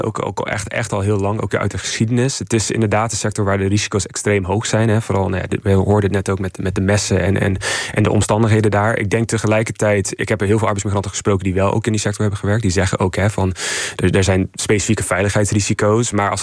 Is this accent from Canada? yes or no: yes; Canada; moved away; ik kom oorspronkelijk uit Canada.